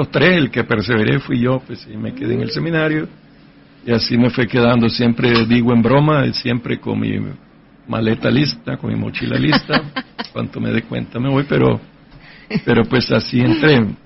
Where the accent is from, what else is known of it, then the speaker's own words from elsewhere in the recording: Managua, Nicaragua; Yo soy de Managua, Nicaragua, nací en 1963, tengo 61 años de edad.